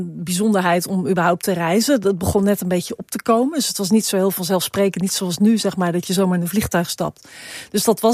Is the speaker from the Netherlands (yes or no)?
no; Suriname; ik kom uit Suriname